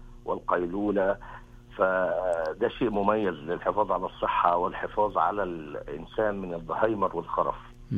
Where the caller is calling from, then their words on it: Riyadh, Riyadh Province, Saudi Arabia; أنا من الرياض